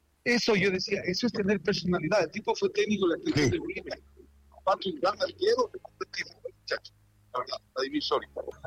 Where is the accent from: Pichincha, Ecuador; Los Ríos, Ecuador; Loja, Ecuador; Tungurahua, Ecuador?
Pichincha, Ecuador; Quito; nosotros, como somos de acá de Quito